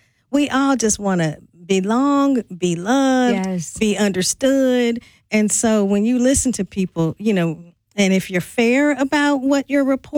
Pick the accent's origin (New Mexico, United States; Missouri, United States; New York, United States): Missouri, United States; St. Louis; I grew up in St. Louis